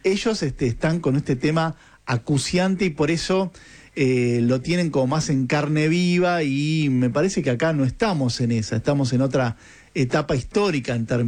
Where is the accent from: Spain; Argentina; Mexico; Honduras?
Argentina; los apodos que usamos los argentinos